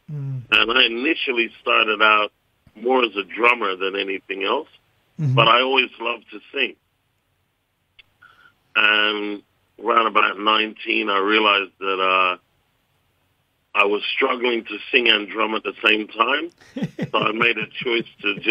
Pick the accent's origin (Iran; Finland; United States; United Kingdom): United Kingdom; England; I grew up in England.